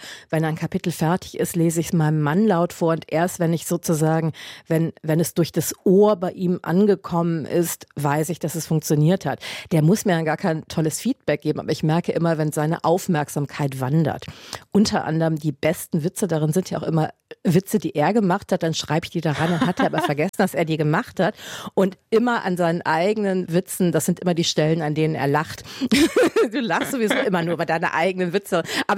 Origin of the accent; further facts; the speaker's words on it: Germany; Und wenn ich als Deutsche über England schreibe, dann möchte ich es gut recherchiert haben.